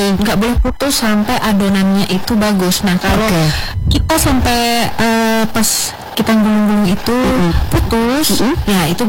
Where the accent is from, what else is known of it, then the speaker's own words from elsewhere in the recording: Central Java, Indonesia; now in Manokwari, Indonesia; Saya malah dari Jawa Tengah.